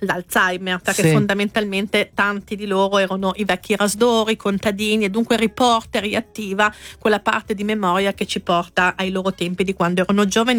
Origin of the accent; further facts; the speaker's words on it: Fidenza, Emilia-Romagna, Italy; vengo da Fidenze, San Donnino